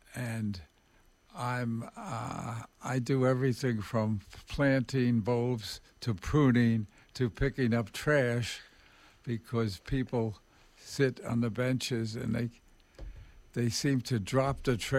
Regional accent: New York City, New York, United States; also born or lived in Manhattan / Queens; now in Morningside Heights, Manhattan, United States; And then raised in Brooklyn, between Bed-Stuy and Williamsburg. And then later moved to Queens, and then back to the Upper West Side in the 70s, West 70s in the 70s.

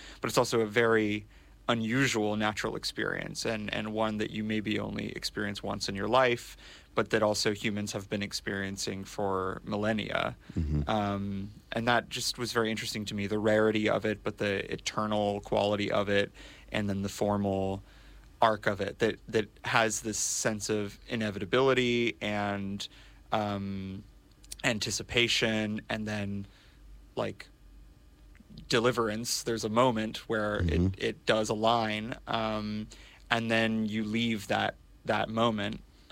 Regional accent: Texas, United States; moved away; I'm from Central Texas originally

